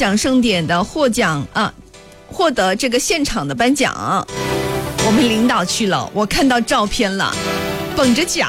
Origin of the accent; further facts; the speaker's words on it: Boluo, Guangdong, China; 咱们广东人咱们博罗人